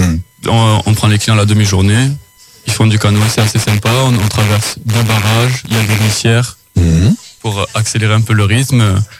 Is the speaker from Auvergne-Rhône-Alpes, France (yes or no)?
no; Valence-sur-Baïse, Occitanie, France; Alors moi, je suis du coin. J'habite à Valence-sur-Baïse.